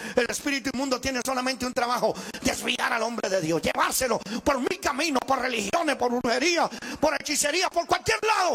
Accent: Italy; para aquellos que vienen por primera vez, que no me conocen, yo soy italiano. Está raro, pero es así.

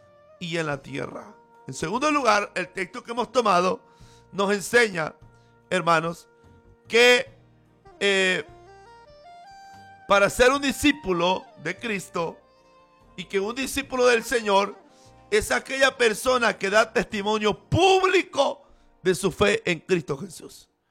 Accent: El Salvador

